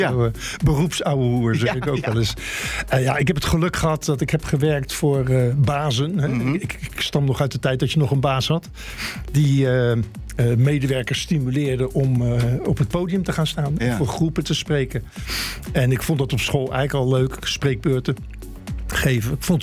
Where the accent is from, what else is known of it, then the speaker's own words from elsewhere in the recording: Westland, South Holland, Netherlands; now in Zaanstreek, Netherlands; Ik ben opgegroeid in het Westland.